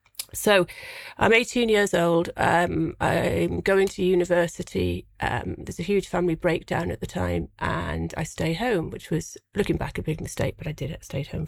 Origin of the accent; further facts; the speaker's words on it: Tynemouth, North East England, United Kingdom; So I was brought up in Tynemouth. Brought up in the northeast of England. I had a very privileged childhood. Not a very happy one, but a very privileged one. So I was privately educated up until the age of 18.